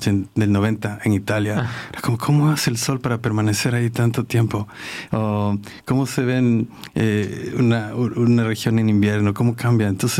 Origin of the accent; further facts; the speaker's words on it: Quito, Pichincha, Ecuador; also born or lived in Canada; now in Freiburg, Germany; Fui a un colegio alemán en Quito, que estaba a un kilómetro de mi casa. Así que así vine desde Canadá hasta Friburgo.